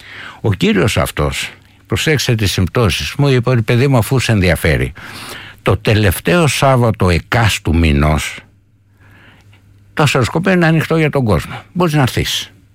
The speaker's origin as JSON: {"language": "Greek", "town": "Athens", "region": "Attica", "country": "Greece", "tie": "born or raised there", "said": "γεννήθηκα και μεγάλωσα στην Κυψέλη"}